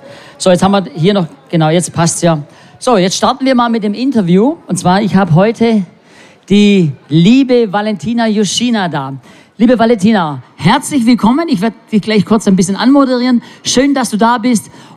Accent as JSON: {"language": "German", "region": "Baden-Württemberg", "country": "Germany", "said": "und ich komme ja aus dem Raum Stuttgart"}